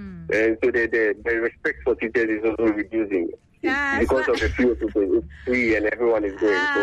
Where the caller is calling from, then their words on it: Accra, Greater Accra, Ghana; I'm calling from Accra.